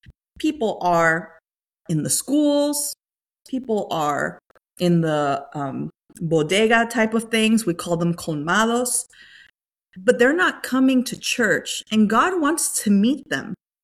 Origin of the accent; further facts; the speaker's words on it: Dominican Republic; now in United States; I come from the Dominican Republic. Mm-hmm. So I grew up there